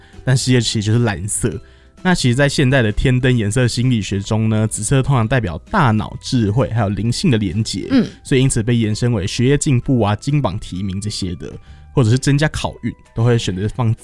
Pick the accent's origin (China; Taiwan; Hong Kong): Taiwan; 我不能砸了我们台湾人的招牌。